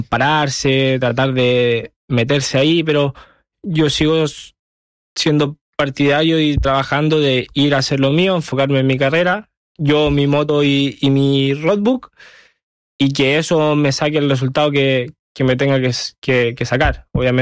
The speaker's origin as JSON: {"language": "Spanish", "country": "Chile", "lives_now": "Spain", "said": "Sí, soy chileno"}